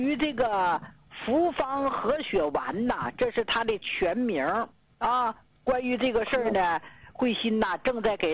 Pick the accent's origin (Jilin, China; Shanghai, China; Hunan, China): Jilin, China; moved away; 咱们吉林老家